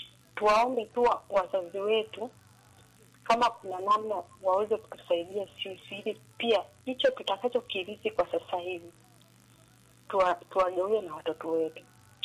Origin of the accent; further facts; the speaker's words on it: Tanzania; mimi wazazi wangu ni ndio mimi ni Msukuma, lakini sasa mila na desturi za Kisukuma mpaka leo hii mila zijua za juu sana, za ndani sizijui.